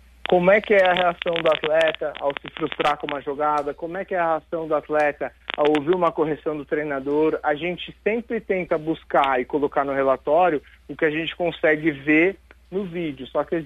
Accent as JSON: {"language": "Portuguese", "country": "Brazil", "said": "A gente tem, né, como brasileiro, a gente já tem no nosso DNA o futebol."}